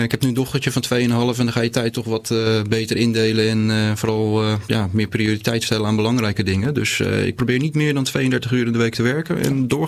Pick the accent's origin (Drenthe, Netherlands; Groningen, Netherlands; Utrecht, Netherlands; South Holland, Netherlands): South Holland, Netherlands; Gouda; born there; Ja, Gouda mijn geboortestad dus. Dus ik heb eigenlijk al mijn familie hier wonen.